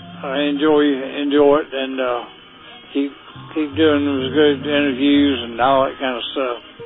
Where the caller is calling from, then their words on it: Rex, Georgia, United States; I'm calling from Rex, Georgia.